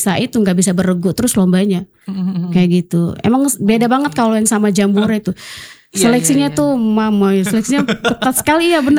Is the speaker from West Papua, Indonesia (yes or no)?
yes; Manokwari, West Papua, Indonesia; born there; also born or lived in Fakfak; Jadi kurang lebih sekitar 30 tahun lebih lah saya menghabiskan waktu di Kabupaten Manokwari.